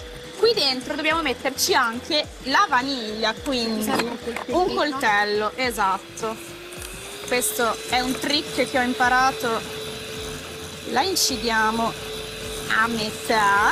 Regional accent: Emilia-Romagna, Italy; Poi io sono, non so se si può dire, sono romagnola

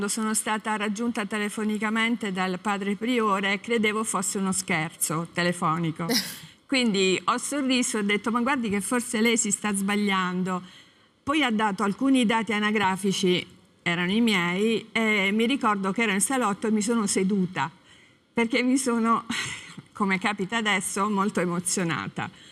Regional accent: Taranto, Apulia, Italy; io sono di Taranto

